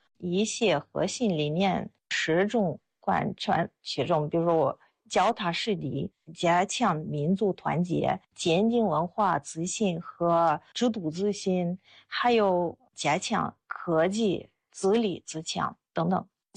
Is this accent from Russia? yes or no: yes; Russia; Chinese is a second language; moved away as an adult; now in China; 我是俄罗斯人，我在中国生活了25年，现在在党史研究院做翻译工作。